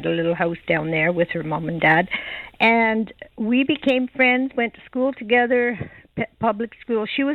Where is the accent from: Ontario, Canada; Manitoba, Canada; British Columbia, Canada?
Ontario, Canada; born there; moved away as an adult; also born or lived in Netherlands; I moved to Ontario from Holland in 53.